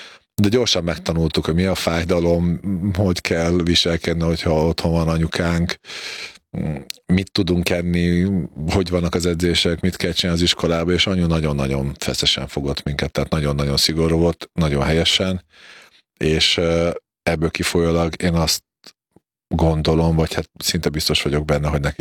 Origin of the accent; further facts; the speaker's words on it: Slovakia; felvidéken, szlovák ajkúak között kellett élni, edzeni, és így kellett bekerülni a szlovák válogatottba is magyarként, ami nem volt egy ideális helyzet, valljuk be.